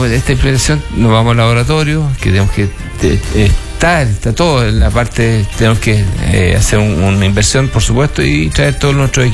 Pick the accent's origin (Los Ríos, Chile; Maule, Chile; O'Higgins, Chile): Maule, Chile; Curicó; Yo no soy. No nací afuera. Yo soy curicano, nací y criado en Curicó.